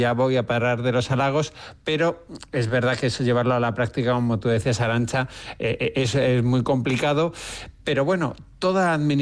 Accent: Málaga, Andalusia, Spain; now in Madrid, Spain; Pasa también mucho aquí en Madrid o en Málaga, en mi tierra

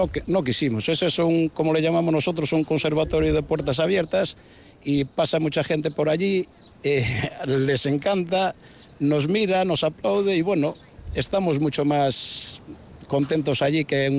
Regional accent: A Coruña, Galicia, Spain; born there; now in Barakaldo, Spain; Todos hemos nacido en Galicia.

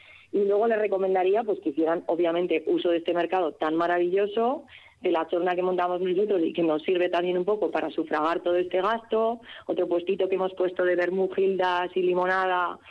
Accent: Labraza, Basque Country, Spain; Es mi pueblo

